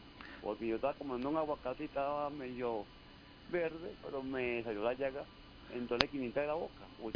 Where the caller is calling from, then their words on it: Caucagua, Miranda, Venezuela; estoy llamando de aquí de Caucagua.